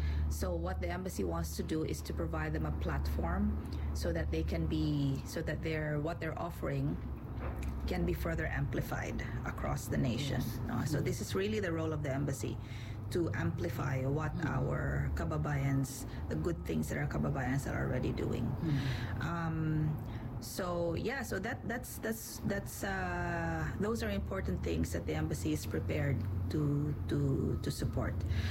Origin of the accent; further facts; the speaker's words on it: Philippines; now in New Zealand; we as the Filipino community